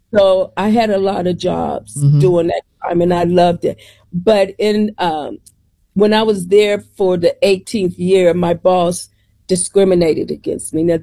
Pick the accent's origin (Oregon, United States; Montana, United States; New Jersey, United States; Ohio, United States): Ohio, United States; Dayton; Dayton, Ohio.